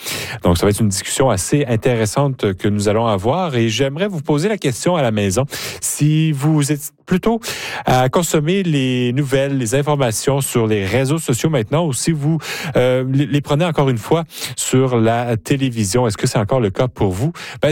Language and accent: French; Quebec, Canada; also born or lived in Alberta; now in Regina, Canada; Parce que, bon, c'est sûr que moi, je suis du Québec. Hein, je me suis envenu ici dans l'Ouest, en Alberta, ensuite la Saskatchewan.